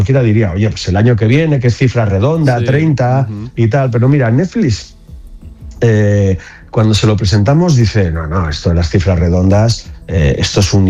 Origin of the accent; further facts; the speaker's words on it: Basque Country, Spain; yo era un tipo con 29 años al que le mandan al País Vasco, de donde soy yo